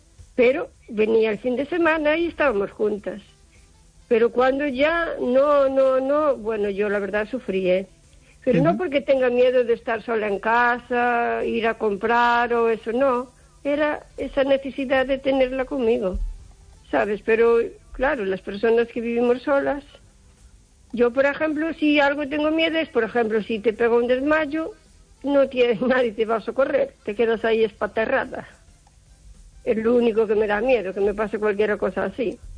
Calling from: O Carballiño, Galicia, Spain; Hola, Esther. Buenas noches. … de Carballiño.

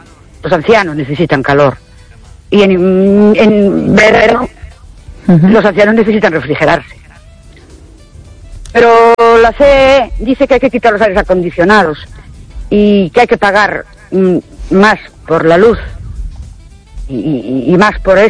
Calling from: Ourense, Galicia, Spain; de Ourense.

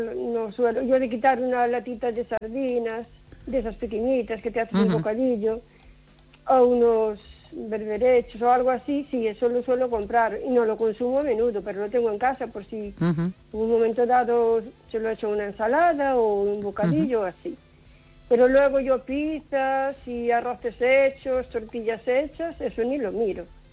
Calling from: O Carballiño, Galicia, Spain; de Carballiño.

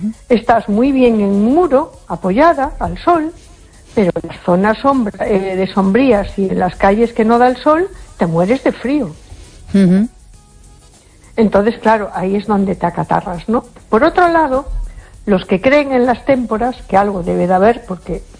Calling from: A Coruña, Galicia, Spain; de Coruña.

